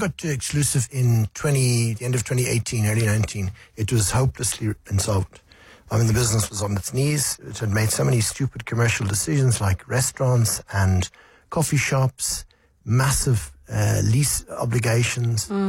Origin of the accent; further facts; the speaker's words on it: South Africa; So South Africa is home. It's home for me and my family, and it's been very good to me. And I'm absolutely a South African bear.